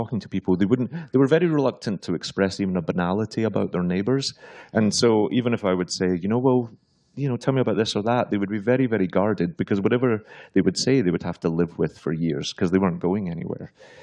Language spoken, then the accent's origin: English; New York, United States; And I would say, being a New Yorker, will you phone ahead or will you send an email?